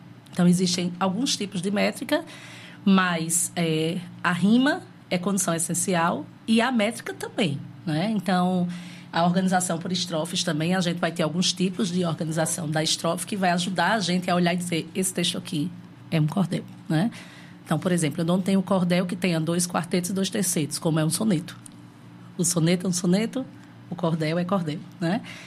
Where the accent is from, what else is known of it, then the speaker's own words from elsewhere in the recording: Campina Grande, Paraíba, Brazil; Eu sou pedagoga, mas eu sou de Campina Grande, na Paraíba, onde a literatura de cordel é ainda muito forte, né?